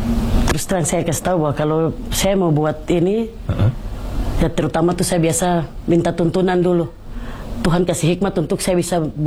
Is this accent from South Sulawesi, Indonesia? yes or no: no; Papua, Indonesia; Dan saya rasa bahwa mahkota-mahkota ini sangat berharga sekali untuk kami orang Papua.